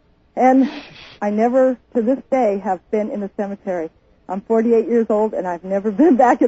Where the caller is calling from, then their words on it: Houston, Alaska, United States; Houston, Alaska.